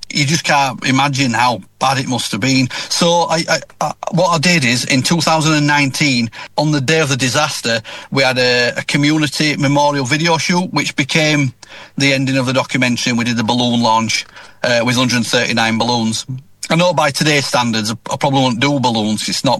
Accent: Thornhill Lees, Yorkshire and the Humber, United Kingdom; And with growing up in Thornhill Lees, I started there, really. I mean, the park behind the house where I grew up used to be a kiln and bottle factory.

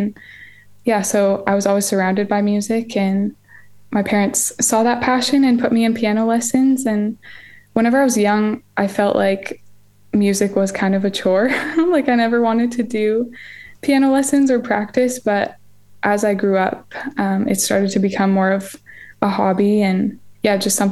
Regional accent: Ottawa, Ontario, Canada; I grew up in Ottawa, Ontario, so the capital. And I've been here all 23 years.

